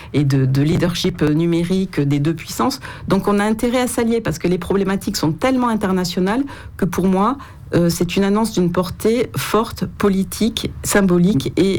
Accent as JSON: {"language": "French", "region": "Nouvelle-Aquitaine", "country": "France", "said": "Moi, je viens de Nouvelle-Aquitaine et des Landes de Gironde, donc j'ai vécu ces incendies."}